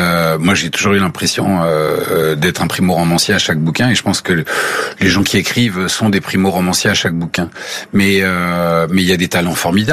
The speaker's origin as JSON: {"language": "French", "country": "France", "moved": "yes", "lives_now": "United States", "said": "je suis français, enfin, vous voyez, de cœur et d'adoption, et je suis devenu américain de cœur et d'adoption"}